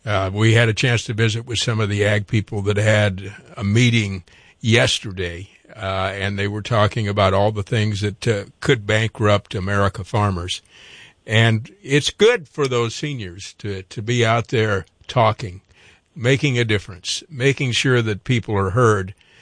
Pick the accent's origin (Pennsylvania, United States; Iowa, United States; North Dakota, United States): Iowa, United States; when I was growing up in Iowa as a farm boy